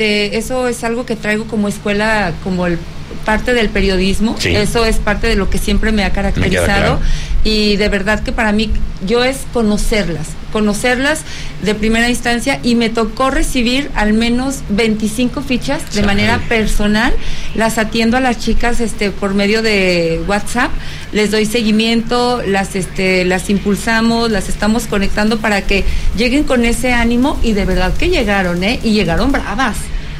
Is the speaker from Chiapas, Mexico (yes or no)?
no; Fresnillo, Zacatecas, Mexico; yo soy originaria de Fresnillo, Zacatecas